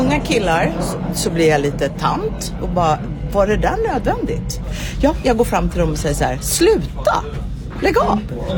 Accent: Stockholm, Stockholm County, Sweden

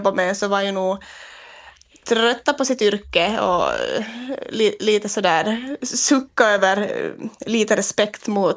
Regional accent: Finland; När jag som finlandssvensk lärare i Sverige så upplevde nog att jag för det första så kom jag som finlandssvensk lärare dit

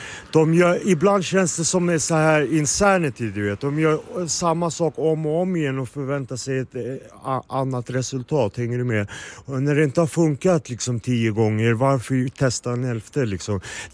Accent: Solna, Stockholm County, Sweden; jag är från Solna från början och jag har världens vackraste familj, en jättestor, en bosnisk mamma

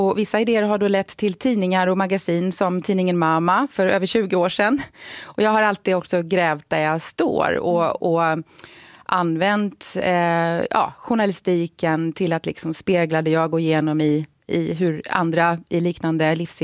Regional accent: Lerum, Västra Götaland County, Sweden; men jag har sett bilder av en vit villa i Lerum där jag växte upp mina första två år i en stor familj. Så att jag är ju född 1969

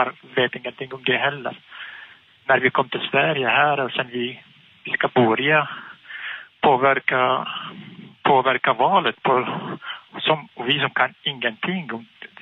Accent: Iraq; Swedish is a second language; moved away as an adult; now in Sweden; jag som jag var från Irak och alla från Irak eller från Syrien eller Mellanöstern, vi levde i en diktatur hela våra liv.

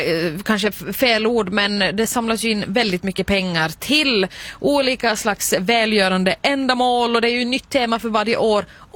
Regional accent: Finland; Som en finländare, som den finländare jag är

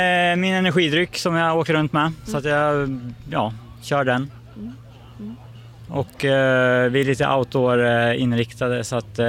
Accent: Sundsvall, Västernorrland County, Sweden; now in Skellefteå, Sweden; Jag är uppvuxen i Sundsvall. Men jag kommer från Skellefteå nu.

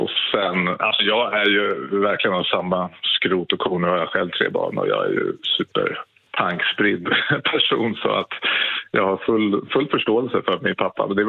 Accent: Täby, Stockholm County, Sweden; Jo, men det här utspelade sig när jag var 18 år 1998 och bodde i Täby där jag växte upp.

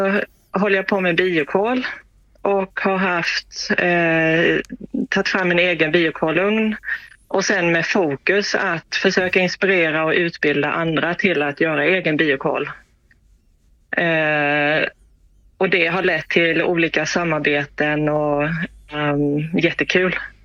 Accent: Pakistan; Nej, jag växte upp i Pakistan.

